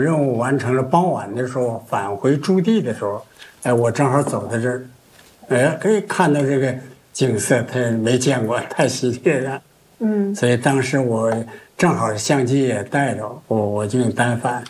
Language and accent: Chinese; China